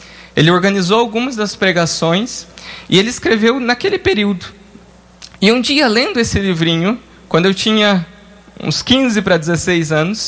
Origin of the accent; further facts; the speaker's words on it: Rio Azul, Paraná, Brazil; Sou natural de Rio Azul, Paraná